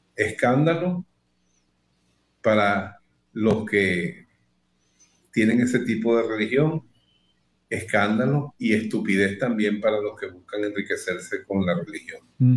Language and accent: Spanish; Venezuela; moved away; also born or lived in La Ceja, Antioquia, Colombia / Spain